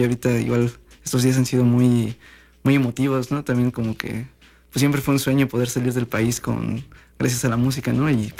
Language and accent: Spanish; Huatusco, Veracruz, Mexico; moved away as an adult; now in Xalapa, Mexico; yo nací en Huatusco, bueno, nací aquí en Jalapa y viví toda mi vida en Huatusco, Veracruz.